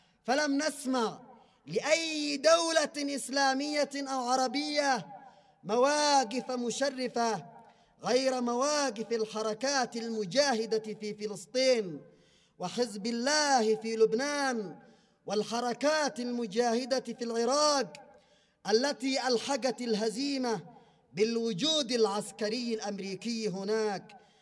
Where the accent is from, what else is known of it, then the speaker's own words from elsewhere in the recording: Yemen; بلدنا اليمن